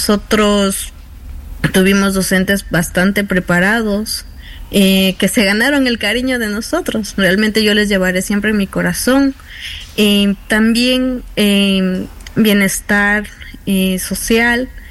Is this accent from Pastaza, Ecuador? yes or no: yes; Puyo, Pastaza, Ecuador; moved away as an adult; yo era foránea, como yo les mencionaba anteriormente. Yo soy oriunda del Puyo